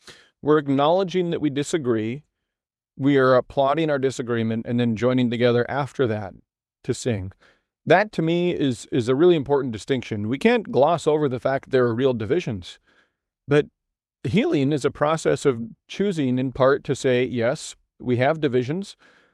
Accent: Decorah, Iowa, United States; You know, when I was growing up in Decorah, we were always at the top, and now we're in the bottom half. We're literally losing to Nebraska. Kind of frustrating as an Iowan.

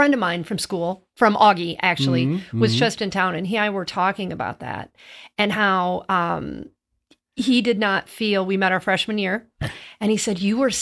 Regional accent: Erie, Illinois, United States; I grew up in Erie, Illinois.

